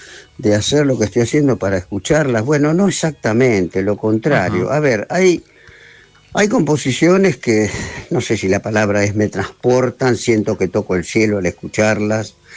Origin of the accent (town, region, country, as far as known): Buenos Aires, Argentina